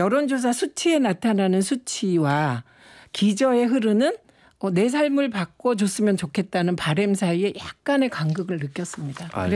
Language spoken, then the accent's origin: Korean; Gyeongsang, South Korea; 제가 경상도가 고향이라서